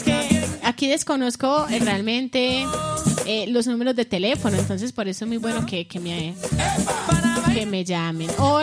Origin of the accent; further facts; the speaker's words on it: Colombia; como colombianos siempre dejamos todo para última hora